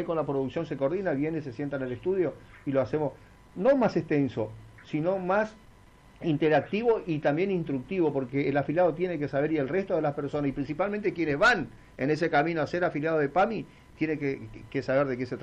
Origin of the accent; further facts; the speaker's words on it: Chaco, Argentina; Como muchos argentinos, muchos chaqueños.